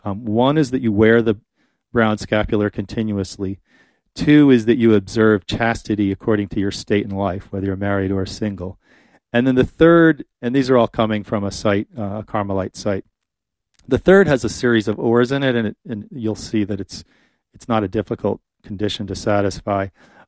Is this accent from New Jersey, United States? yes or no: yes; New Jersey, United States; I don't remember wildfires in Canada as a kid, like being a thing grown in New Jersey.